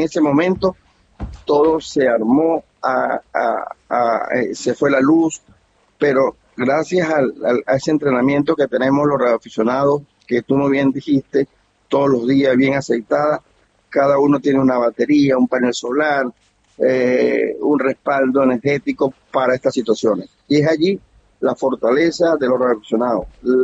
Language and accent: Spanish; La Guaira, Venezuela; soy residente del estado de La Guaira